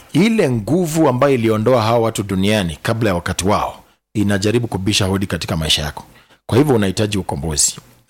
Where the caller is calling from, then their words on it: Waiya Kako, Makueni County, Kenya; Mtumishi wa Mungu, natoka Waiya Makako, Makueni, natoka Makueni.